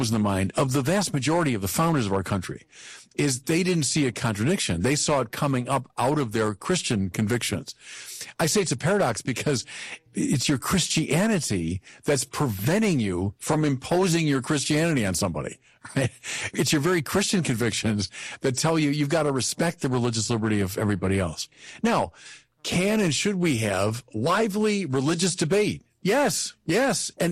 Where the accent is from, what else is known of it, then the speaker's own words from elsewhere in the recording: United States; But I'm entering into the public debate precisely as a Catholic. Mm-hmm. And as an American.